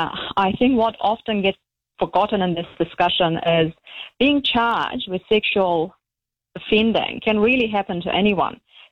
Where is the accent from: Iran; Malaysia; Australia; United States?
Iran; moved away; you know, I grew up on Iran, and defendants' rights there conditional upon a state approval.